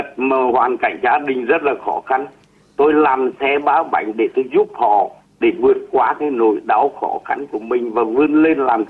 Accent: Nghệ An, Vietnam; born or raised there

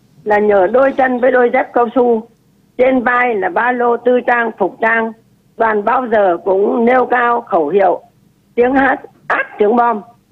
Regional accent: Thai Hoa, Nghệ An, Vietnam; Quê tôi ở Bình Lục, Hà Nam, bố mẹ tôi vào sinh sống ở Thái Hòa, Nghệ Đàn, Nghệ An. Tôi được sinh ra và lớn lên trên đất Nghệ.

